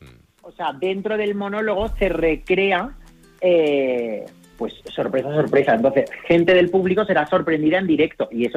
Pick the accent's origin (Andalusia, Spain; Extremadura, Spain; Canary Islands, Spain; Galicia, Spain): Andalusia, Spain; Córdoba; vamos a ir a Valencia, a Málaga, a Córdoba, mi tierra, que nunca he actuado y que me muero de ganas.